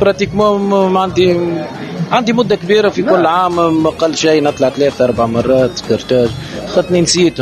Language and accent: Arabic; Tunisia